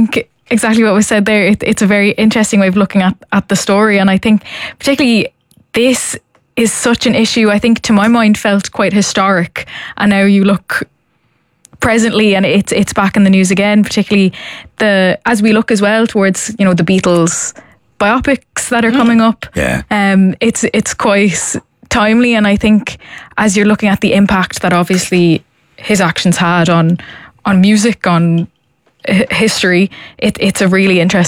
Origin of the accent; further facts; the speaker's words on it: Cork, Munster, Ireland; I'm from Cork